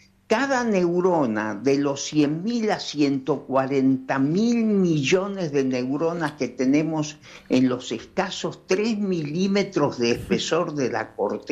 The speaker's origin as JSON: {"language": "Spanish", "country": "Argentina", "said": "un país como el nuestro, enormemente grande, enormemente rico y peligrosamente vacío."}